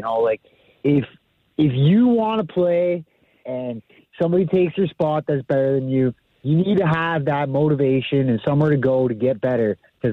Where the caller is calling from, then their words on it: Ontario, Canada; I'm booming from Ontario too, so